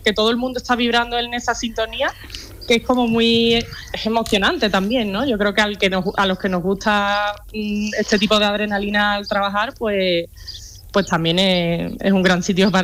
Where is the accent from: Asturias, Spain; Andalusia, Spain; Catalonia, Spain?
Andalusia, Spain; Seville; yo soy andaluza, soy sevillana, quería quedarme por aquí